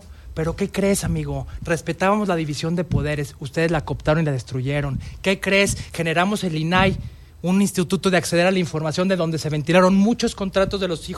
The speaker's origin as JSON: {"language": "Spanish", "country": "Mexico", "said": "Todos somos mexicanos"}